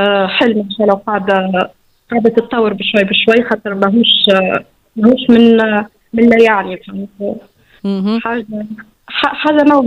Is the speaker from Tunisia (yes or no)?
yes; Kef Governorate, Tunisia; اني اسيلة ميلاد الكيف